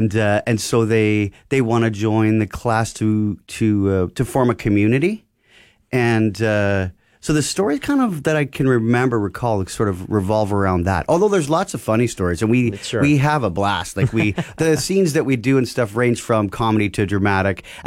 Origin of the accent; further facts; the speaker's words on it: Carman, Manitoba, Canada; I grew up in Carmen, Manitoba.